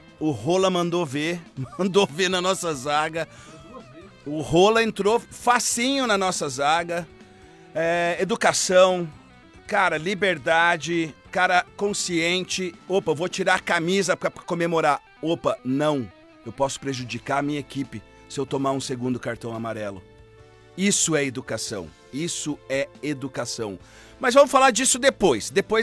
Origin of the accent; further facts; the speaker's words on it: Brazil; nós somos brasileiros, patriotas.